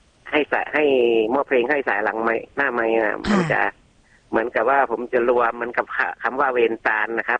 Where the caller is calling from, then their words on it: Lampang, Thailand; ลำปางครับ